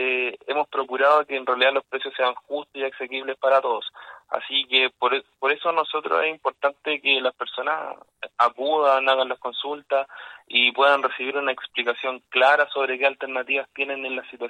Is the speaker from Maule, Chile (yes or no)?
yes; Maule, Chile; yo soy nacido y criado en Maule, tengo un vínculo real con la comunidad